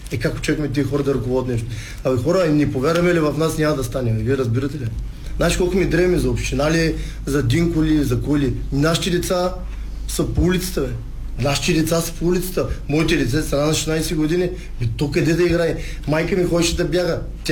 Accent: Plovdiv, Plovdiv Province, Bulgaria; born or raised there

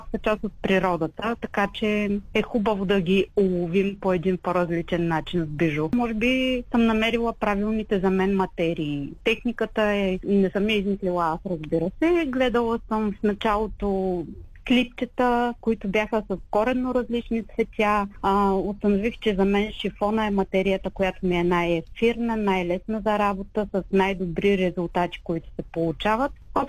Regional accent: Dobrich, Dobrich Province, Bulgaria; реално съм родом от Добрич, когато дойде времето за гимназия, ми се струваше непосилно да живея толкова далеко от родителите си.

